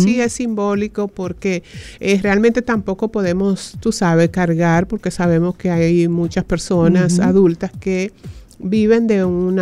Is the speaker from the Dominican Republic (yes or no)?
yes; Puerto Plata, Dominican Republic; yo era una niña, yo soy de Puerto Plata, y yo vivía ahí en el pie del fuerte, al subir la fortaleza, ahí fue donde nací.